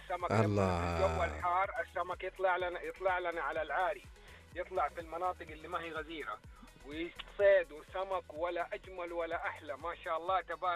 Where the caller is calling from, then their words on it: Yanbu, Medina Province, Saudi Arabia; أنا من ينبع الصناعية